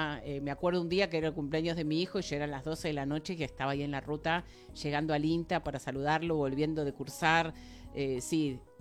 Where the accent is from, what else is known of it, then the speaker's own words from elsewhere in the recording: Buenos Aires, Argentina; now in Balcarce, Argentina; yo soy de Balcarce, soy porteña, vivo allá hace casi 31 años.